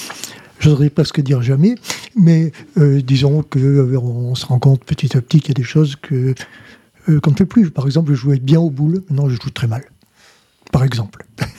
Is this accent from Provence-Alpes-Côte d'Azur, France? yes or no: yes; Le Luc, Provence-Alpes-Côte d'Azur, France; Alors, je suis un pur Lucois, je suis né à Luc. Je suis parti longtemps pour des raisons professionnelles et je suis revenu en retraite à Luc.